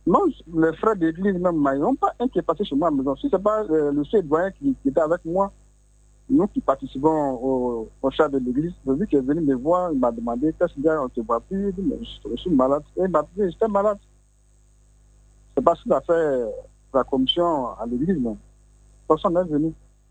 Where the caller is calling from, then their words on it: Abidjan, Côte d’Ivoire; J'appelle de Port-Boué, Gonzac.